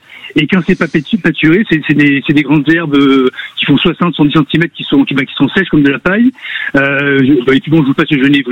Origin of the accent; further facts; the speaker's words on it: Die, Auvergne-Rhône-Alpes, France; je suis de la Drôme initialement, donc je suis de côté de Die, donc je connais aussi la Drôme.